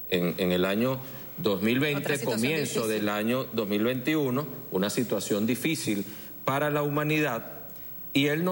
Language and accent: Spanish; Venezuela; somos venezolanos